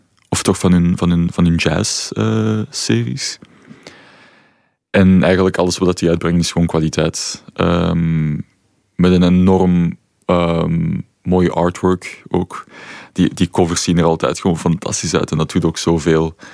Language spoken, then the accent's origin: Dutch; Antwerp, Flanders, Belgium; Ik kom uit Antwerpen